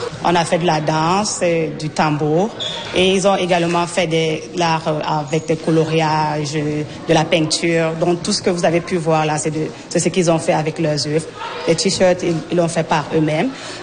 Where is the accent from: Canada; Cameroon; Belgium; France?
Cameroon; un pays très riche en culture et aussi en paysage, parce que nous avons toutes sortes de paysages chez nous au Cameroun.